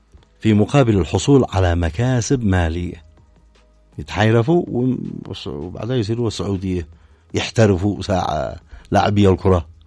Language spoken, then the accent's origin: Arabic; Yemen; بلادنا اليمن